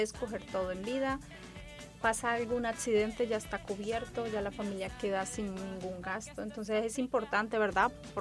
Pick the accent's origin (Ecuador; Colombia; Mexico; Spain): Colombia; now in Ventura County, United States; Soy colombiana